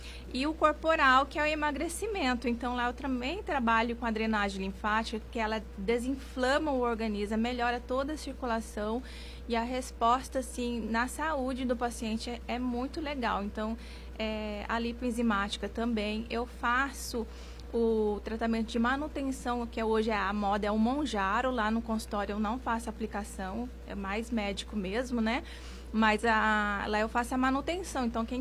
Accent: Pindamonhangaba, São Paulo, Brazil; moved away as an adult; also born or lived in Amazonas / Rio Branco, Acre; eu sou aqui de Pinda mesmo, porém, acompanhei meu esposo pela vida militar dele. E aí eu fui morar na Amazonas, né? E lá que surgiu essa paixão pela estética. E depois eu fui morar no Rio

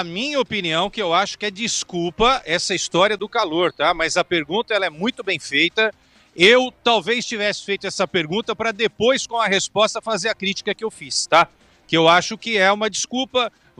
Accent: Brazil; nós que somos do Brasil, que a gente está acostumado também com essa coisa do calor

